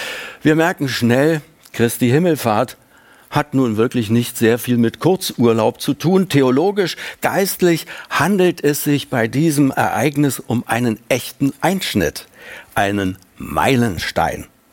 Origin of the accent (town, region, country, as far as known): Berlin, Germany